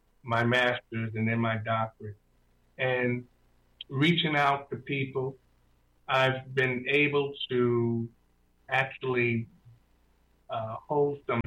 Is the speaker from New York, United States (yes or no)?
yes; Bronx, New York, United States; So I grew up in the North Bronx, where, it's sometimes it's tough being in a community that is in transition or different things like that.